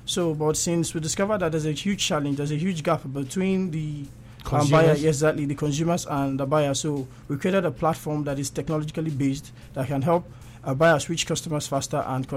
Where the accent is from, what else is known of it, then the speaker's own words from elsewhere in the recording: Benin City, Edo, Nigeria; also born or lived in Delta State, Nigeria; Yeah, I grew in Benin.